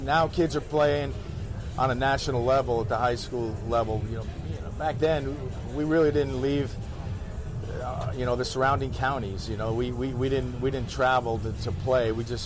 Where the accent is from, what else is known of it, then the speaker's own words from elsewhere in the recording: New York, United States; he found out I was from New York.